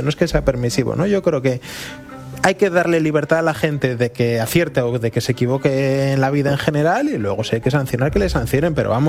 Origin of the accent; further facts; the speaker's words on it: Oviedo, Asturias, Spain; soy de Oviedo, o sea, para...